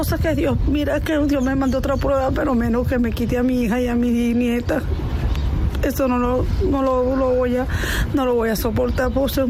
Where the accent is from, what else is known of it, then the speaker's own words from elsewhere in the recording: Caraballeda, La Guaira, Venezuela; Y bueno, yo soy de Caraballeda, de otra parroquia